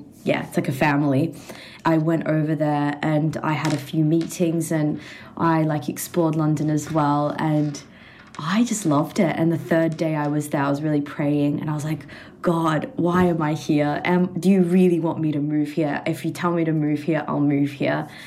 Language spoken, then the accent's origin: English; Melbourne, Victoria, Australia; now in United Kingdom; I'm from Melbourne, southeast of suburbs in Melbourne.